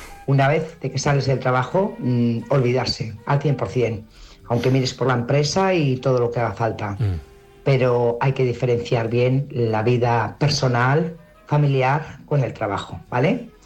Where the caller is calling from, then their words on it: Burgos, Castile and León, Spain; corresponsal de Burgos.